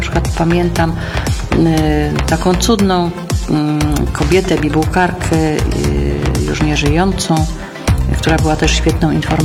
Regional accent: Silesian Voivodeship, Poland; bo ja jestem z Doliny Soły, ona była bardziej ze wschodu

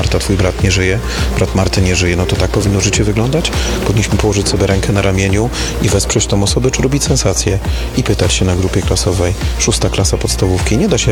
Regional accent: Radom, Masovian Voivodeship, Poland; mem z mojego rodzinnego miasta, mem chytrej baby z Radomia

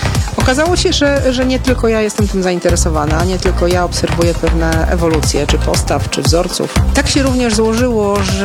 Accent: West Pomeranian Voivodeship, Poland; born there; Częściowo stąd, ale urodziłam się na Pomorzu Zachodnim, co jest konsekwencją wyborów moich rodziców

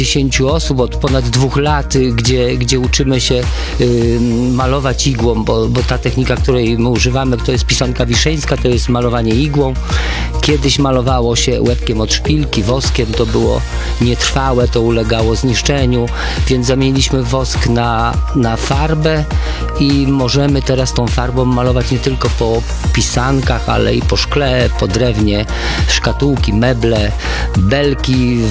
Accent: Lower Silesian Voivodeship, Poland; born there; mój ojciec pochodził daleko ze wschodu, mój teście z Ukrainy, moja mama pochodziła z Kujaw. Ja się urodziłem na Dolnym Śląsku i tu są spotkanie kilku kultur praktycznie, nie?

